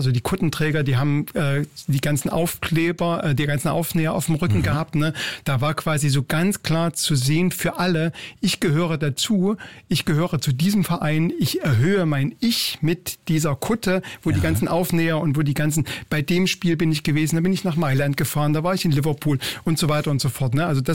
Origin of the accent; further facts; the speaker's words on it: Leipzig, Saxony, Germany; ich komme aus Leipzig